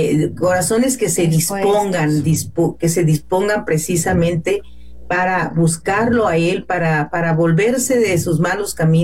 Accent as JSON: {"language": "Spanish", "country": "Mexico", "said": "Nosotros no somos hebreos, no somos judíos, somos mexicanos."}